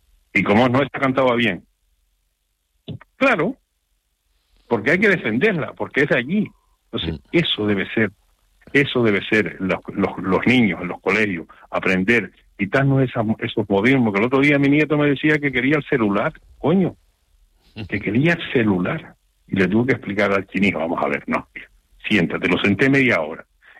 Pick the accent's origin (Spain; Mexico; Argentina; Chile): Spain; Canary Islands; ¡somos canarios! No somos canarios, somos tontos.